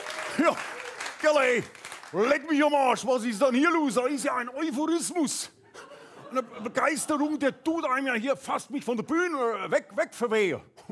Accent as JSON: {"language": "German", "region": "Hesse", "country": "Germany", "said": "wie gesagt, ja, ist schon ein gefalleter Name. Ich komme aus dem Vogelsberg. Eigentlich kann man sagen, aus dem Epizentrum des Vogelsbergs, aus Schottenrhein-Rot-West."}